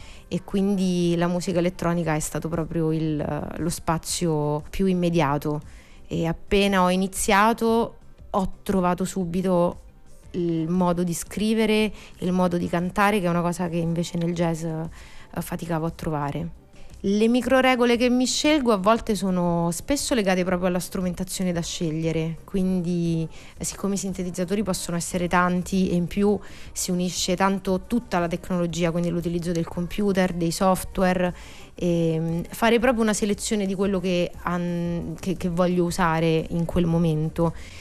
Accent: L'Aquila, Abruzzo, Italy; now in Rome, Italy; Sono dell'Aquila, ma ormai vivo da metà vita a Roma, quindi quasi adottata.

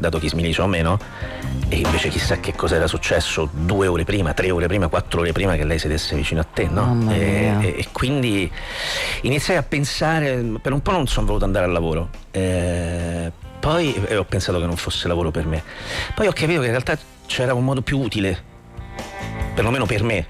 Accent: Rome, Lazio, Italy; Io sono di Ostia, questo non è un mistero, sono nato e cresciuto ad Ostia, che è una città nella città, è grande come Reggio Emilia, in quartiere, no, è grande come Reggio Emilia, quindi aveva un suo giornale, una sua TV.

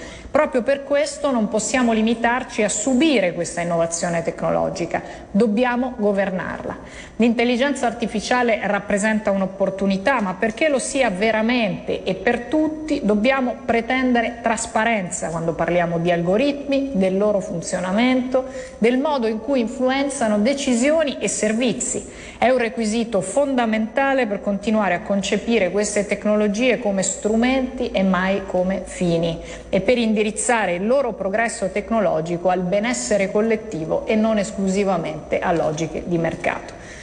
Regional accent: Umbria, Italy; In Umbria, la mia regione, più nello specifico a Perugia

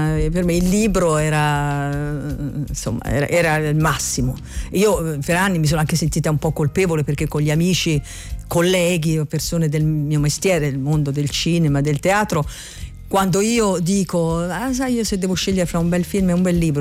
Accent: Rome, Lazio, Italy; born there; Io ho vissuto non a Centocelle, ma ho vissuto negli anni della periferia giovinezza. A San Lorenzo, che all'epoca era un quartiere popolare, adesso non lo è più, ma lo era quando ci vivevo io

